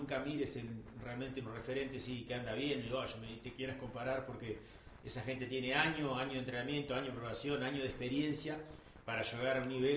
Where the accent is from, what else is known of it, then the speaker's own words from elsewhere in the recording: Buenos Aires, Argentina; Toda mi vida viví lo que es a la vuelta de River, el barrio acá del asilo, acá viví ahí.